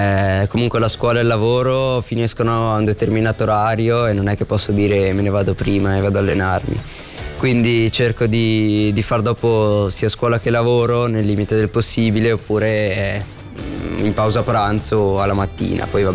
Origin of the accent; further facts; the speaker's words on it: Barbengo, Ticino, Switzerland; io sono di Barbengo, abito a Barbengo e sono qua vicino.